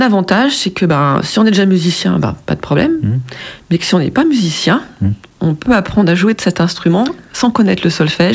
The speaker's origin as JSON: {"language": "French", "region": "Auvergne-Rhône-Alpes", "country": "France", "tie": "born or raised there", "also_born_or_lived": "south of Lyon", "moved": "as an adult", "lives_now": "Périgord, France", "said": "j'ai grandi en Savoie aussi, hein, donc proche des montagnes."}